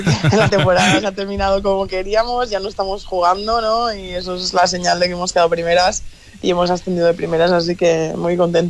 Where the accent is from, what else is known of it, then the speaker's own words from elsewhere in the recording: Balearic Islands, Spain; como mallorquina que intento representar lo mejor que puedo mis islas por ahí donde voy